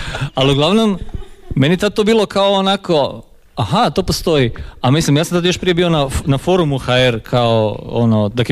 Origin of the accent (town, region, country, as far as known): Poreč, Istria County, Croatia; moved away as an adult